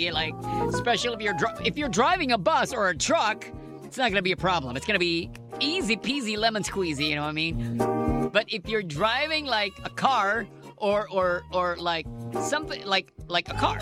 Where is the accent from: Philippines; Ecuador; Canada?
Philippines; Imus, Calabarzon; Okay, I'm from Imus, all right, and in our community, we never ever got flooded there.